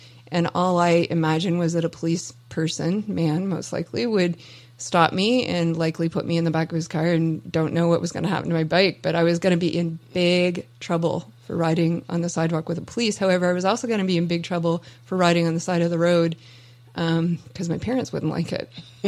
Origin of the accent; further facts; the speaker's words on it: Fredericton, New Brunswick, Canada; my hometown of Fredericton